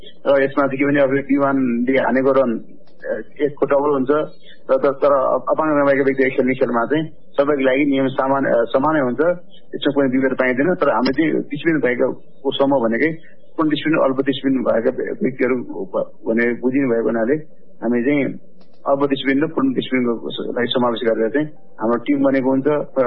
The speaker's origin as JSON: {"language": "Nepali", "area": "Lele, Lalitpur District", "region": "Bagmati", "country": "Nepal", "tie": "born or raised there", "said": "म नेत्रहीन क्रिकेट संघ नेपालको अध्यक्ष। मेरो जन्म चाहिँ ललितपुर जिल्लाको लेले भन्ने ठाउँमा 2035 सालमा भएको हो"}